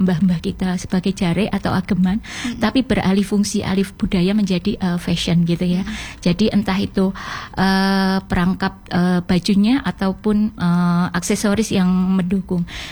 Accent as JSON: {"language": "Indonesian", "country": "Indonesia", "said": "desa kami, yaitu Desa Ngijo."}